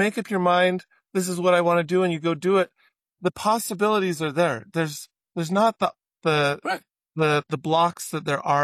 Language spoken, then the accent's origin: English; United States; As an American